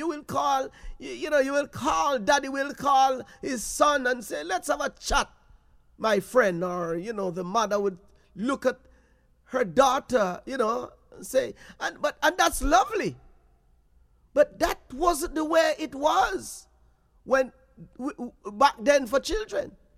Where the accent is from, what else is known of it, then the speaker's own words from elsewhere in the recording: Jamaica; And sometimes, look, as a Jamaican, yes, there are days then we as parents, when our parents was growing up, and we as children, we would listen to the elders in our community.